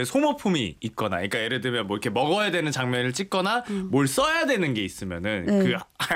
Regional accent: Jeonju, North Jeolla, South Korea; 네. 여기도 자랑 있잖아요. 전주의 자랑.

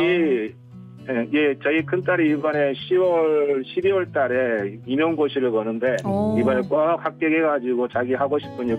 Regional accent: Yeonggwang, South Jeolla, South Korea; now in Namyangju, South Korea; 어릴 때 전남 영광에 살았는데요.

